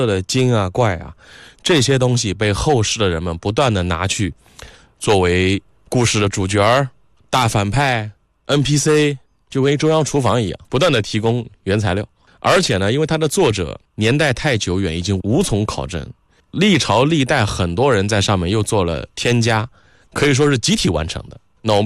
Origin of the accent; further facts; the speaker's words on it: China; 我们中国人